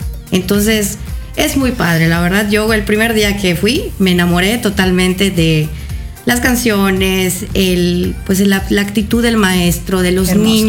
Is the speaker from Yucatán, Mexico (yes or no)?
yes; Yucatán, Mexico; nuestra lengua mater, o sea, como yucatecos.